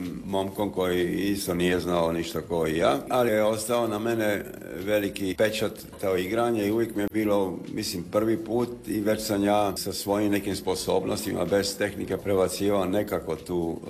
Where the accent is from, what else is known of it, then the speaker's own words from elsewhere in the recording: Split, Split-Dalmatia County, Croatia; moved away; also born or lived in New York / London / Munich; Kad ste rekli Splićanin, da, ja sam rođen u Splitu, u Belom Varešu, gdje tim fetivi Splićani.